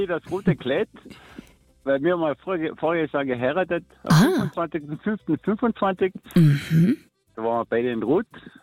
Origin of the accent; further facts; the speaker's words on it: Carinthia, Austria; born there; now in Innerteuchen, Austria; Ich bin von Weyern, bin ich gebürtig. Bin momentan mit meiner Frau in Innerteuchen.